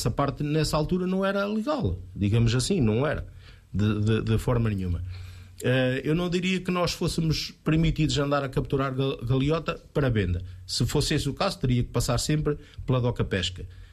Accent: Gafanha, Aveiro, Portugal; nós gafanhões

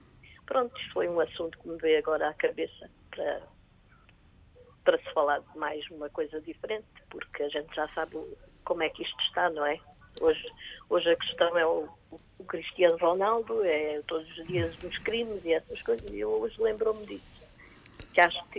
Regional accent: Alentejo, Portugal; Desde que estou a ouvir, que vim lá do Alentejo.

